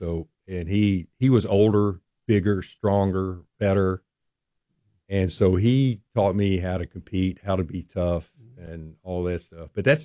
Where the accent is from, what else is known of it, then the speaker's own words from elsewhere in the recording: Brownsville, Kentucky, United States; I'm from Brownsville, Kentucky.